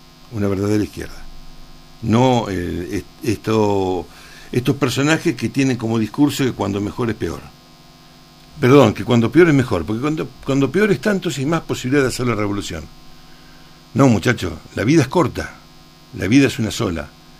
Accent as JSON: {"language": "Spanish", "town": "La Plata", "region": "Buenos Aires Province", "country": "Argentina", "moved": "yes", "lives_now": "Bariloche, Argentina", "said": "Yo conocí Bariloche en 1972. Era un pibito de 15 años de un colegio de La Plata"}